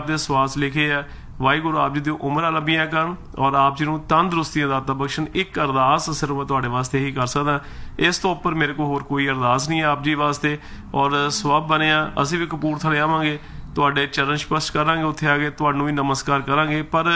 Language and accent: Punjabi; Nakodar, Punjab, India; moved away; ਮੈਂ ਤਾਂ ਨਕੋਦਰ ਤੋਂ ਆ